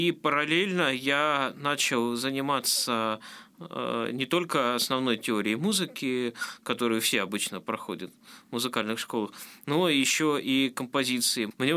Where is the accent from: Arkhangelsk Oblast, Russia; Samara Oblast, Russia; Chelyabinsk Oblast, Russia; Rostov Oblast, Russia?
Chelyabinsk Oblast, Russia; Tryokhgorny; born there; now in Ulyanovsk Oblast, Russia; я родился в 1998 году, 25 октября, в Челябинской области, в городе Трёхгорном, есть такой закрытый городок.